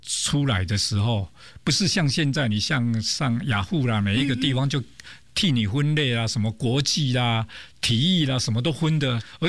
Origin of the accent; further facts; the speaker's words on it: Kaohsiung, Taiwan; born there; 因为我来自于比较就是传统的家庭，高雄嘛，然后家里不是特别好，但是也被照顾的很多